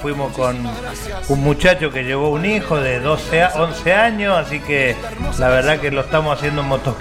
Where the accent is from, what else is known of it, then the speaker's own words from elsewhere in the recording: Santa Fe, Argentina; now in Rosario, Argentina; salí de acá de Rosario para... Para Cañada Rojín, que es el acá de mi pueblo natal.